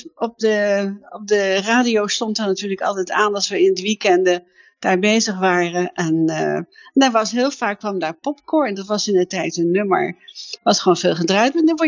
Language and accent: Dutch; The Hague, South Holland, Netherlands; ik kom uit Den Haag en we zijn allebei. En toen zijn we in Delft gaan wonen.